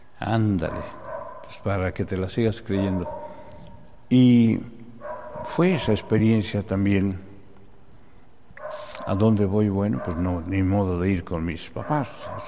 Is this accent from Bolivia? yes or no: no; Mexico City, Mexico; born there; por ahí está también la colonia donde yo nací